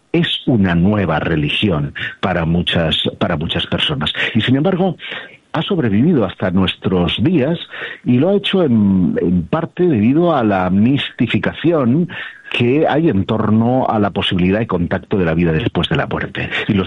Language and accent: Spanish; Terrassa, Catalonia, Spain; born there; yo vengo de una ciudad, yo nací en Tarrasa, una localidad que está a unos 30 y tantos kilómetros de Barcelona